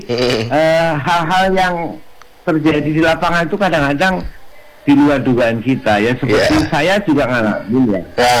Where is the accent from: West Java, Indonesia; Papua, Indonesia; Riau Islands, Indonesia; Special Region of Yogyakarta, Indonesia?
Riau Islands, Indonesia; Batam; saya sebagai warga Batam